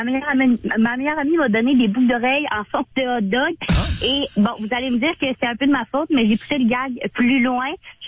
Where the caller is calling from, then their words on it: Saguenay, Quebec, Canada; je suis au Cégep de Jonquière